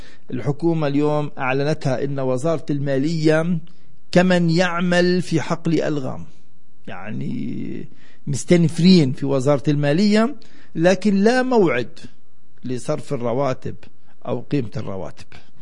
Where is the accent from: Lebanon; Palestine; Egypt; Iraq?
Palestine; يعني بيأثر فينا كفلسطينيين بنعيش على هذه البقعة من الأرض